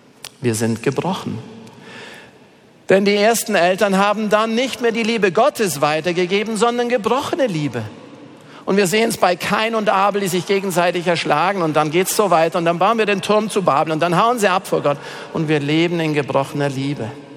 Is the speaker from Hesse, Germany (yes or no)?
no; Bavaria, Germany; hier in Bayern, ich komme aus dem Allgäu